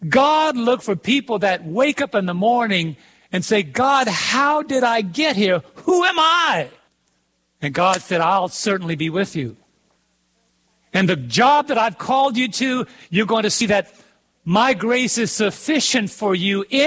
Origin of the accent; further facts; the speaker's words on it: New York, United States; I'm from Brooklyn. I'm from Brooklyn. I'm a child who didn't know his mother.